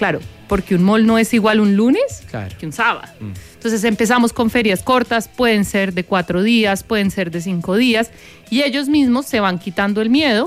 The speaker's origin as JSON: {"language": "Spanish", "region": "Bogotá", "country": "Colombia", "accent": "Colombian", "moved": "as an adult", "lives_now": "Chile", "said": "Soy colombiana, de Bogotá. Llevo 4 años en Chile. Se me nota mucho, no lo pude neutralizar nada"}